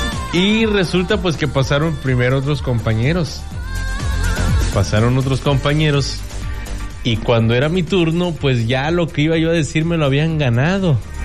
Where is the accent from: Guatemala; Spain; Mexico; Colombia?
Mexico; que solamente los mexicanos nos